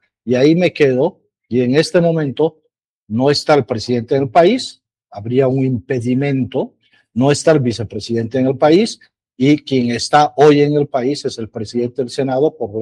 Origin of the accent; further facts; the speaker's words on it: Bolivia; somos los bolivianos los que terminamos pagando los platos rotos